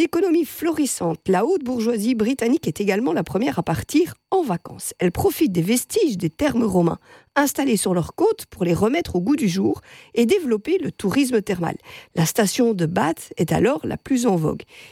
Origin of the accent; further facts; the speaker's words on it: Belgium; chez nous, à Spa